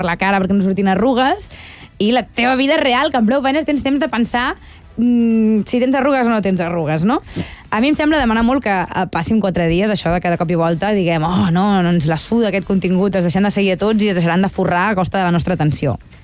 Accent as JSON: {"language": "Catalan", "region": "Catalonia", "country": "Spain", "said": "sóc catalana."}